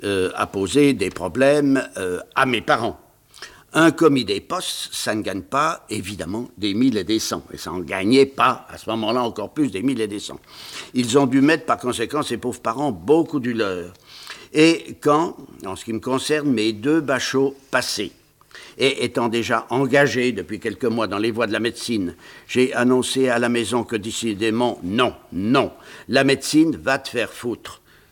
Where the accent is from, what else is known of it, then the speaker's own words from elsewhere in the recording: Bruyères, Grand Est, France; born there; parce que vous savez que je suis né à Bruyères-Vosges.